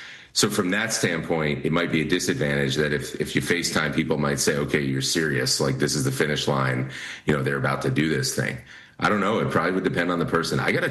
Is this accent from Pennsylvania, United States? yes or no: yes; Philadelphia, Pennsylvania, United States; Even as a Philadelphian, I promise not to boo, no matter how badly it goes.